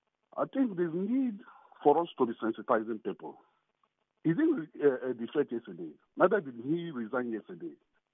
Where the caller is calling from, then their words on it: Port Harcourt, Rivers, Nigeria; I'm calling from Elelewo.